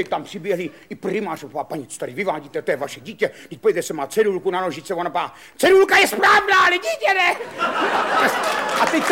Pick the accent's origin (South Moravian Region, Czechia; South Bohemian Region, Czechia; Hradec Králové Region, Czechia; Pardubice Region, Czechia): South Moravian Region, Czechia; Ivančice; A tak jsem se narodil v porodnici a v těch Ivančicích jsem prožíval velký kus svého mládí.